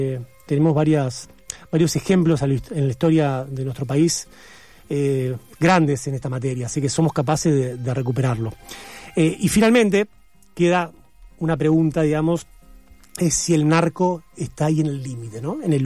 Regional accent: Rosario, Santa Fe, Argentina; yo soy rosarino

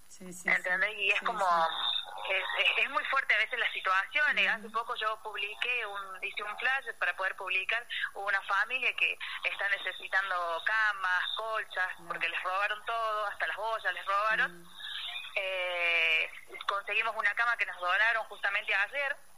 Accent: Los Talas, Córdoba, Argentina; somos de Los Talas

